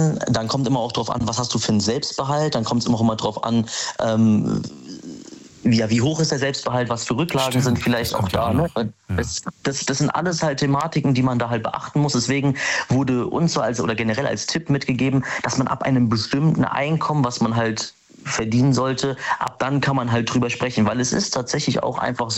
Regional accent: Frankfurt, Hesse, Germany; Ich komme aus Frankfurt.

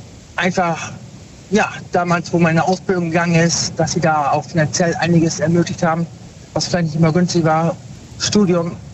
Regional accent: North Rhine-Westphalia, Germany; Aus dem Raum Köln.

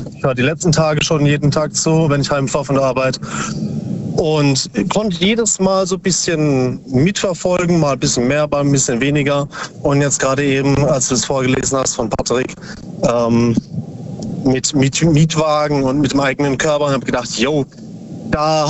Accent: Bruchsal, Baden-Württemberg, Germany; Aus Substadt Weiher, nee, Bruchsal.

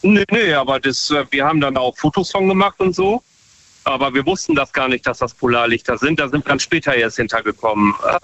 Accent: Bunde, Lower Saxony, Germany; aus Ostfriesland.

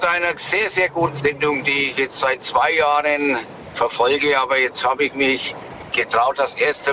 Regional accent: Nuremberg, Bavaria, Germany; Wir sind jetzt erstmal hier in Franken. Also ich komme aus Nürnberg und Nürnberg gehört nicht zu Bayern.

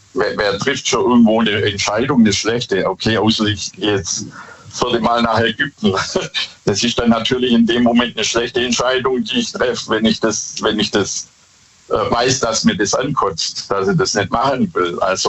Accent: Bad Boll, Baden-Württemberg, Germany; ich komme aus Bad Boll.

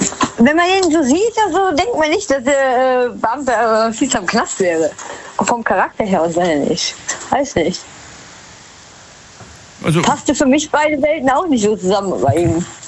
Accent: Westerwald, Germany; Hi, aus Westerwald.

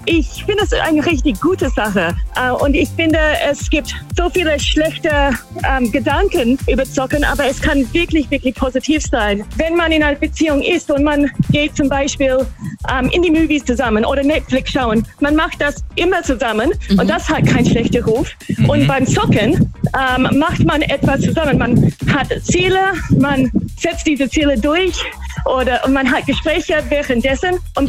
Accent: Australia; German is a second language; Nee, eigentlich nicht. Ich komme aus Australien.

